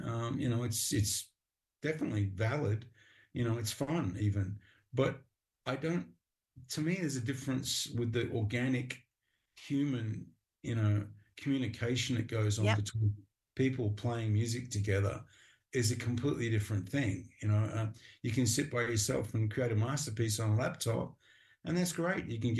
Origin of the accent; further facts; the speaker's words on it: Perth, Western Australia, Australia; I remember very clearly, you know, as a little kid growing up in Perth in Western Australia, Mum gave me a little transistor radio